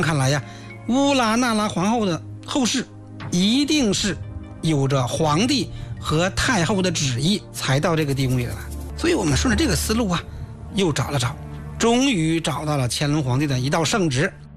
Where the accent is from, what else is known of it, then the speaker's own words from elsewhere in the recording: China; 我们中国人